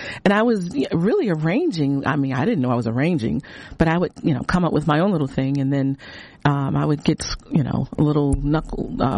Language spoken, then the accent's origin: English; Suffolk, Virginia, United States; Well, I grew up in Suffolk, Virginia. So I'm a Southern girl.